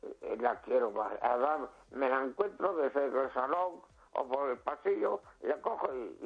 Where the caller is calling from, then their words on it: Madrid, Community of Madrid, Spain; yo vivía con mis padres en el barrio Salamanca. Mi padre era militar y estábamos en los pisos militares.